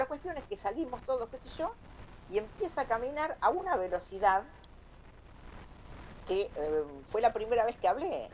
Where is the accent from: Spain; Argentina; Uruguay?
Argentina; los argentinos nos ayudamos entre nosotros